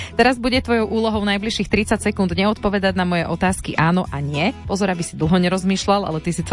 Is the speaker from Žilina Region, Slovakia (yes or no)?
no; Žarnovica, Banská Bystrica Region, Slovakia; ja pochádzam zo Žarnovice, to je kúsok.